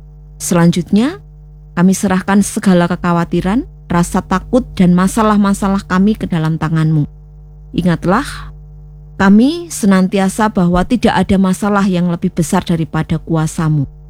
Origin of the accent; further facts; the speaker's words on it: East Nusa Tenggara, Indonesia; now in Netherlands; seperti saya itu orang NTT. Kemudian saya tinggal di Belanda.